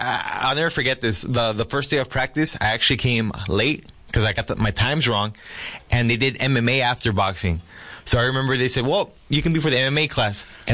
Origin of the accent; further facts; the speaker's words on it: California, United States; No, this is back when I was still growing up in California.